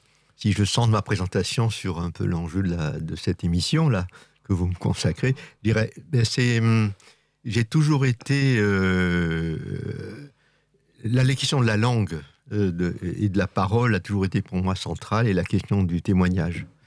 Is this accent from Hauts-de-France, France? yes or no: yes; Lille, Hauts-de-France, France; also born or lived in Gers; Je suis né dans le Gers, là-bas. Mes parents étaient réfugiés pendant la guerre. Et donc, mais très vite, on est arrivé à Lille, j'ai vécu au bord du quartier Saint-Sauveur, pour ceux qui connaissent.